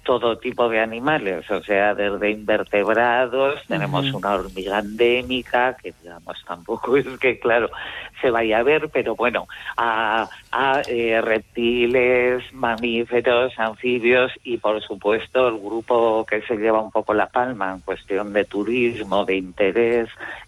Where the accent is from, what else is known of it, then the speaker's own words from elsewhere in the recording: Sariñena, Aragon, Spain; Y nada, soy de aquí de Sariñena, con que estupenda.